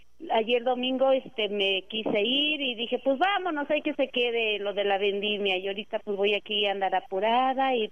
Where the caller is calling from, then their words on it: Los Reyes La Paz, State of Mexico, Mexico; De aquí del municipio de Los Reyes La Paz.